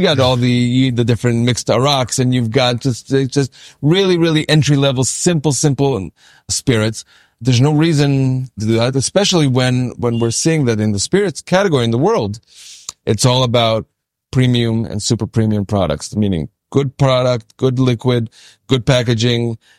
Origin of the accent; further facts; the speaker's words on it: Israel; also born or lived in San Jose, California, United States; I was born there, but I made Aliyah when I was very young and I grew up in Israel. But I'm always back and forth because most of my family's in the U.S.